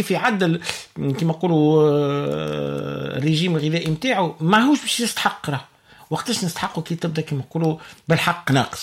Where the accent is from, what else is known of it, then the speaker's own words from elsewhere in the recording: Tunisia; عندنا في تونس